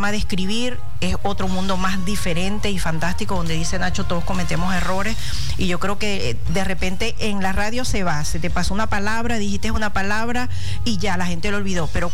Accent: Maturín, Monagas, Venezuela; toda mi familia reside acá en Maturín, Estado Monagas, mi mamá y todo. Soy de acá, orgullosamente oriental y orgullosamente maturinés.

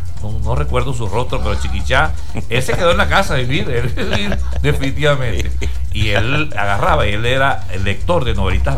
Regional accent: Caicara, Venezuela; now in Maturín, Venezuela; cuando nosotros nos vinimos de Caicara.

